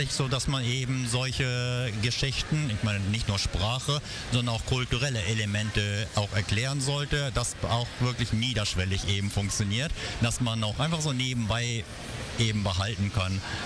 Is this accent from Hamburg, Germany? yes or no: yes; Hamburg, Germany; born there; also born or lived in Japan; aber ich bin in Hamburg und habe auch zumindest unter deutschen Städten nur in Hamburg gelebt.